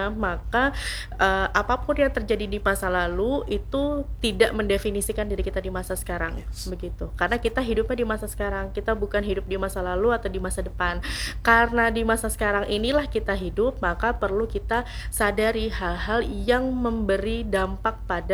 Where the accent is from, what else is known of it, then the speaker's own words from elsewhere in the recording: South Kalimantan, Indonesia; baru kita alihkan sebentar ketika dia sudah di kita orang Banjar tuh besisigan gitu ya.